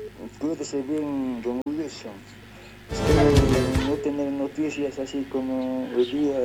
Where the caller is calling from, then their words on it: Poopó, Oruro, Bolivia; mi pueblo de Popó, siempre, ¿no? En el sector de Calle Pampa.